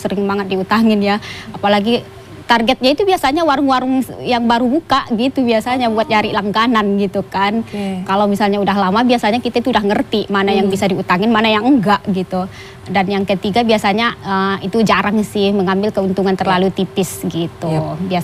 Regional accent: Sumatra, Indonesia; saya kan dari Sumatera ya asalnya itu, terkenalnya itu warung ya warung Medan gitu.

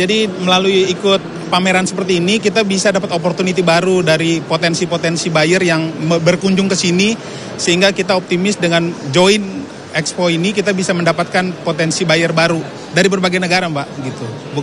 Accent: Medan, North Sumatra, Indonesia; now in Jakarta, Indonesia; Saya dari Medan sih, tapi kita berkantor di Jakarta.

